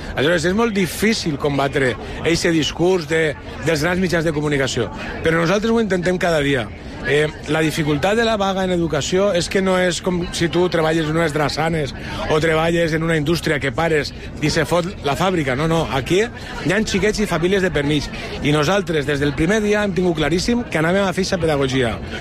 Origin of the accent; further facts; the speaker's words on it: Benicarló, Valencian Community, Spain; moved away; O d'altres comarques no tan centrals, com pel Maestrat, jo soc de Benicarló